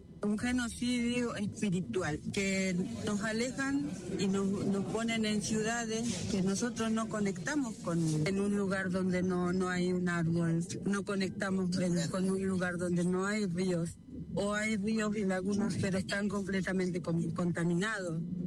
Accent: Rosario, Santa Fe, Argentina; vengo de Rosario, soy de la comunidad Qom.

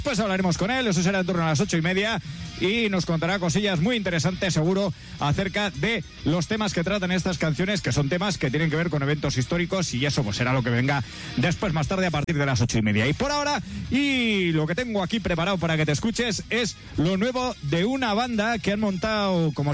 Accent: Lerín, Navarre, Spain; soy de Lerín

